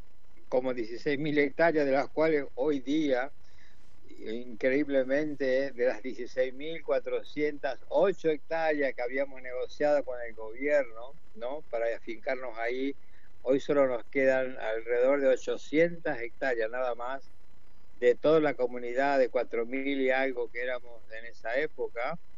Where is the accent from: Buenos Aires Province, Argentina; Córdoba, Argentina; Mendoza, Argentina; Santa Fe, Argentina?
Buenos Aires Province, Argentina; Los Toldos; yo soy de Los Toldos, provincia de Buenos Aires, 300 kilómetros de la capital. Estamos entre Junín y 9 de Julio. Es una comunidad mapuche que se asentó allí por año 1850 y algo.